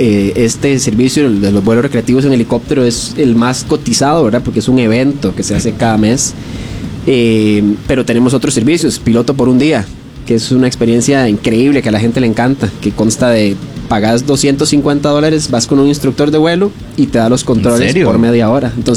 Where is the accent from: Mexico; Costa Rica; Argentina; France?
Costa Rica; como todos los ticos sabemos